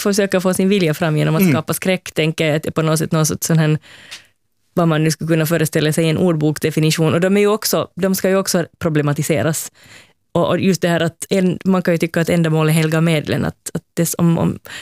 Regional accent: Finland; och sen när någon hör inte alla svenskar och säger, åh, är du från Sverige? Så får man igen säga, nej, jag är inte från Sverige.

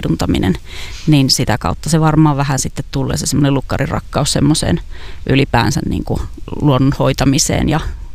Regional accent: Northern Finland, Finland; mä oon siis kotoisin tuolta vähän pohjoisempaa

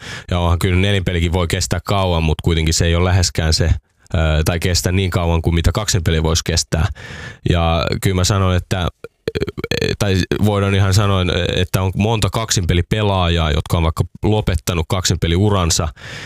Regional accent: Porvoo, Uusimaa, Finland; mä tuun Porvoosta niin kaikki on Helsingissä

